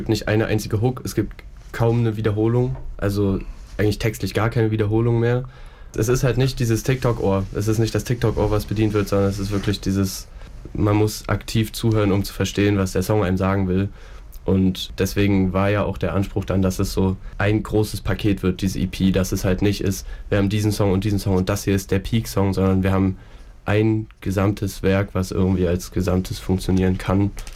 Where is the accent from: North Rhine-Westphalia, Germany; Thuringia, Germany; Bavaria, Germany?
Thuringia, Germany; Weimar; moved away; ich komme ja aus Weimar